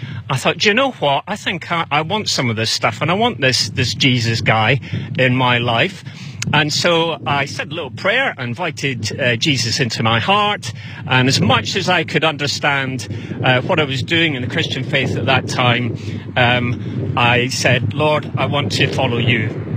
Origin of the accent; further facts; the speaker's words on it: Scotland, United Kingdom; moved away; I grew up in Scotland. Some of you may have gathered that from my accent.